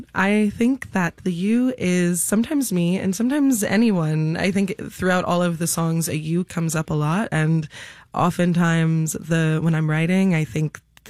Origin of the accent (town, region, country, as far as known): Chicago, Illinois, United States; born or raised there; moved away as an adult; now in New York, United States